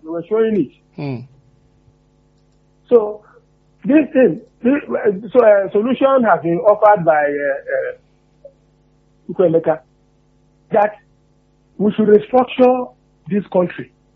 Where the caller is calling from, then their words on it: Oyo, Nigeria; calling you from Oluguaru.